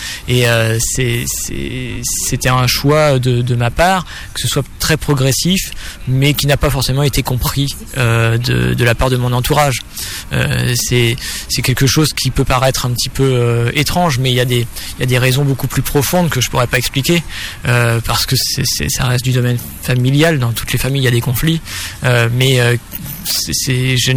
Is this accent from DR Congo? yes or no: no; Normandy, France; Voilà, ça fascine, on se dit chez moi en Normandie il neige pas, ça doit être du gâteau quoi.